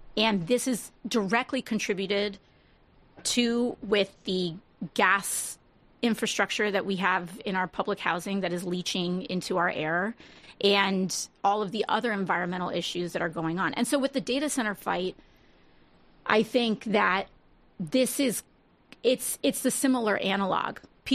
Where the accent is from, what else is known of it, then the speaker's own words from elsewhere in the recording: New York City, New York, United States; I'm from the Bronx.